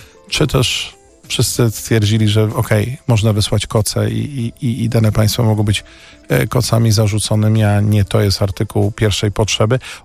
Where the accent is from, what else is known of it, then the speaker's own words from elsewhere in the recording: Łódź, Łódź Voivodeship, Poland; Pamiętam odsetek osób w 97 roku, jestem z Łodzi, które przynosiły do Czerwonego Krzyża